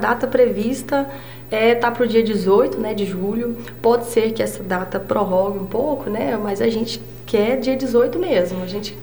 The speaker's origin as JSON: {"language": "Portuguese", "town": "Papagaios", "region": "Minas Gerais", "country": "Brazil", "said": "Eu sou de Papagaios, então a gente está aqui na cidade, né, de Barão de Cocais"}